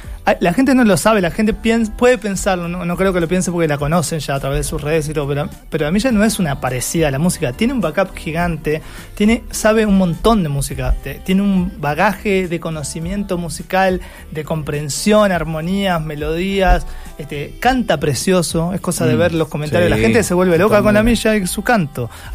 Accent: Uruguay; accent: Uruguayan; now in Chile; Yo me siento muy chileno, por más que hablo así, la gente piensa como, ah, este weón, que le juro que no es pose, no trato de hablar como uruguayo, me sale así, no puedo hablar como chileno, me sale horrible

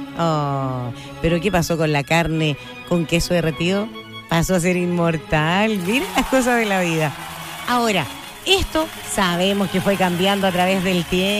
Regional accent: Chile; los chilenos somos buenos para inventar cosas

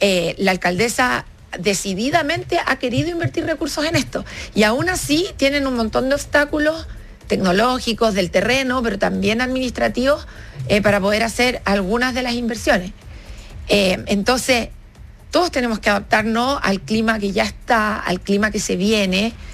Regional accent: Cajón del Maipo, Santiago Metropolitan Region, Chile; yo, por ejemplo, crecí en el Cajón del Maipo

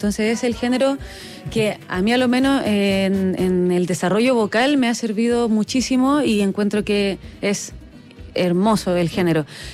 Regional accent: Punta Arenas, Magallanes and Chilean Antarctica, Chile; Yo que vengo de Punta Arenas

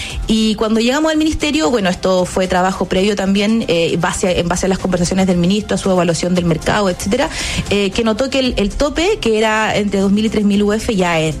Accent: Buenos Aires, Argentina; También, soy porteña

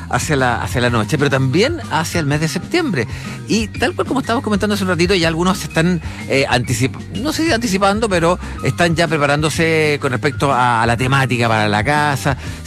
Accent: Chile; nuestro país Chile

